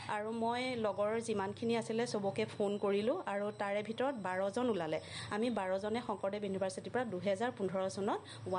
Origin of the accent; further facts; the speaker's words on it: Nagaon, Assam, India; মোৰ ঘৰ চুতহৈবৰ, নগাঁও।